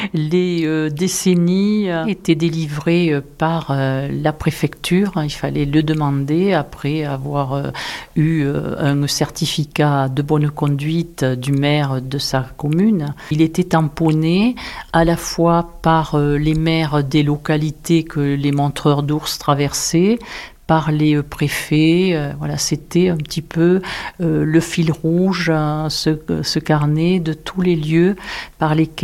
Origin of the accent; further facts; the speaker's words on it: Aulus-les-Bains, Occitanie, France; je suis d'Oluz-les-Bains, Agouo.